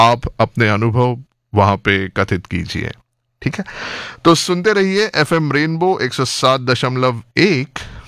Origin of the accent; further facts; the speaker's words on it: Mumbai, Maharashtra, India; also born or lived in Palghar; मैं मुंबई में पला बड़ा हूं और मुंबई के उत्तरी तट पर उत्तरी दिशा में पालघर करके जो एक एरिया है, जो क्षेत्र है